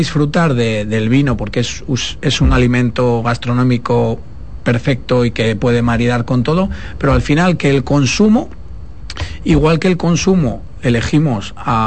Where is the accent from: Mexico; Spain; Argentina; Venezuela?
Spain; con nuestro estilo de España